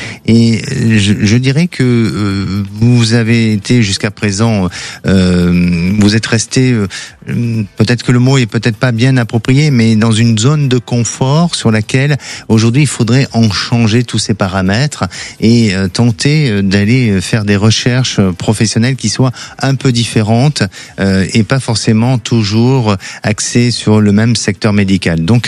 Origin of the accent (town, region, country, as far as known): Bordeaux, Nouvelle-Aquitaine, France